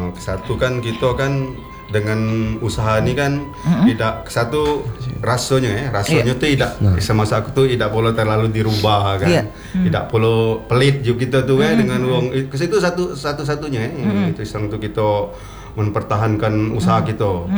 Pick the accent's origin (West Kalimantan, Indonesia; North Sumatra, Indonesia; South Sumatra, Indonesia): South Sumatra, Indonesia; Muara Enim; Dusun kami itu daerah Murini itu Penanggiran dusun aku.